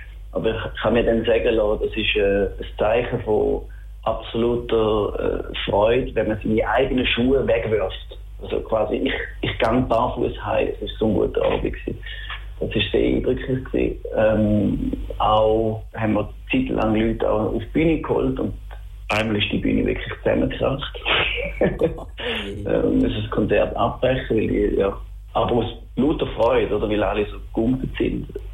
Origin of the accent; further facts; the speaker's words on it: Schaffhausen, Switzerland; accent: Schaffhausen dialect; moved away as an adult; now in Zurich, Switzerland; der Bezug auf Schaffhausen ist natürlich da, weil das unsere Kindheit ist, unsere Jugendzeit, wir angefangen haben dort Musik zu machen. Das ist schon ein Stück Heimat.